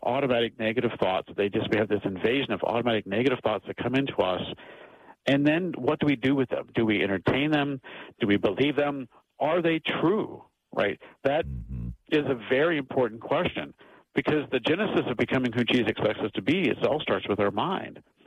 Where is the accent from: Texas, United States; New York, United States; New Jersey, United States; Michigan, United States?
Texas, United States